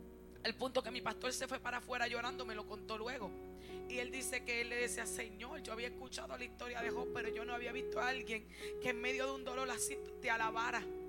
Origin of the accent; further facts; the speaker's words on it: Cataño, Puerto Rico; moved away; Fuimos el primer día a Juana Mato, en Cataño, de donde somos. Jessica es de Juana Mato, yo soy de Cataño, pero somos de Juana Mato, ella es de Juana Mato.